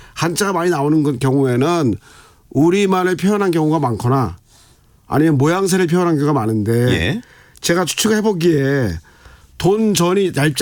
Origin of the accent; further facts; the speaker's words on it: Namhae, South Gyeongsang, South Korea; 제 고향 남해가 전어의 주산지입니다 보니까